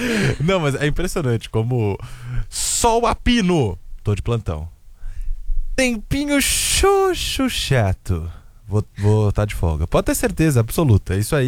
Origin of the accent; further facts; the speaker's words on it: Campinas, São Paulo, Brazil; born there; moved away; lá na minha terra. E amanhã eu volto pra Campinas.